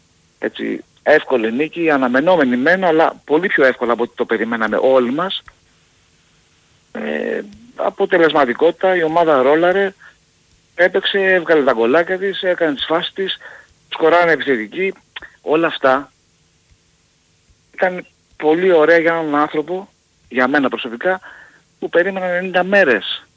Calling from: Paiania, Attica, Greece; από την Παιανία.

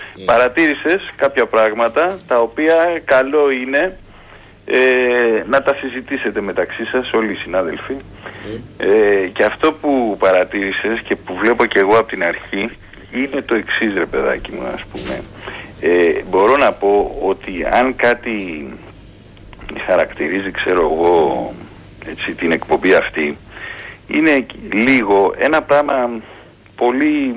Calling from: Agios Dimitrios, Attica, Greece; από τον Μπραχάμι.

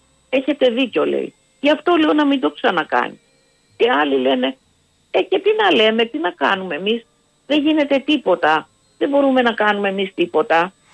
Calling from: Greece

